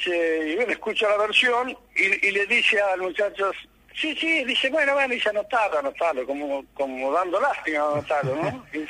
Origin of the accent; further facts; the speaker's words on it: Entre Ríos, Argentina; Nosotros somos de Entre Ríos